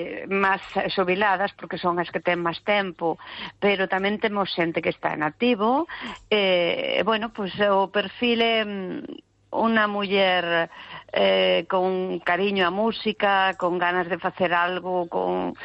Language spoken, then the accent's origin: Galician; Madrid, Community of Madrid, Spain; Galician is a second language; now in Galicia, Spain